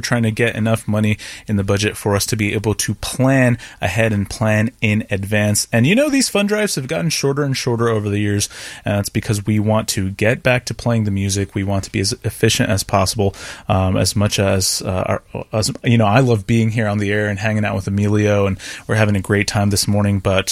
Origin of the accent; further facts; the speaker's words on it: Texas, United States; born there; I was born in South Texas, went to school in East Texas, live in Central Texas.